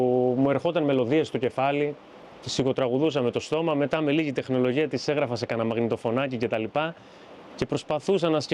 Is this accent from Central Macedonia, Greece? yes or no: yes; Veria, Central Macedonia, Greece; Γεννήθηκα και μεγάλωσα στη Βέρεια